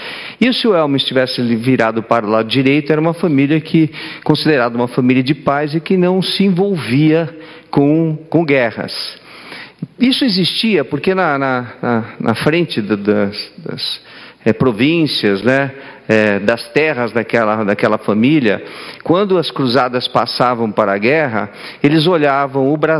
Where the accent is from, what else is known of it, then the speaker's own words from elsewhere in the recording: Pará, Brazil; moved away; Cresci no Pará, no meio dos igarapés, de um lado para outro, cercando os igarapés e colhendo peixe na mão, colocando nos paneiros.